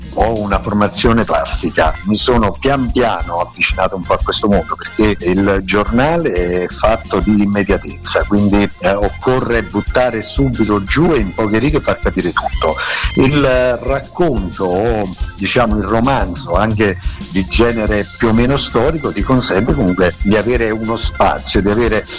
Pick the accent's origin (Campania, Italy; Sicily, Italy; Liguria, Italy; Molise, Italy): Campania, Italy; Caserta; della mia terra, quindi di Caserta